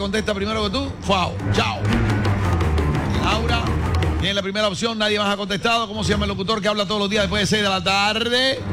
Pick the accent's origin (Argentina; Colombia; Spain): Colombia; Como colombiano que soy, quiero y adoro mi país. Me encanta mi Colombia.